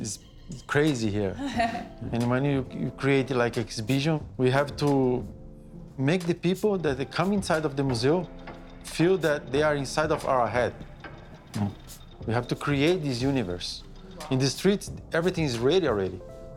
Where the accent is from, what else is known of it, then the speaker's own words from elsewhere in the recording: São Paulo, Brazil; we grew up in Sao Paulo.